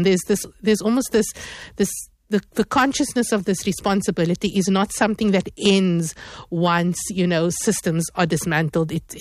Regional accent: South Africa; as a South African

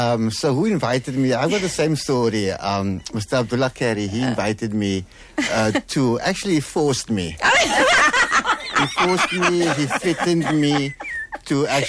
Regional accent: Boerkop, Western Cape, South Africa; I grew up in Boerkop and serving was one of the things that we loved doing.

